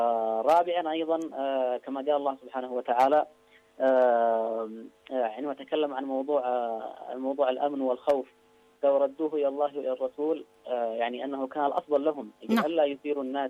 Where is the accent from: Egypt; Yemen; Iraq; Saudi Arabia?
Yemen; فنحن كشعب يمني